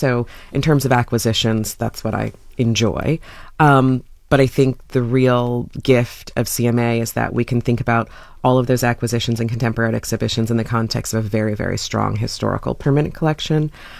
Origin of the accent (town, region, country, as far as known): New York, United States; born or raised there; moved away as an adult; also born or lived in Miami / Louisiana; now in Columbus, United States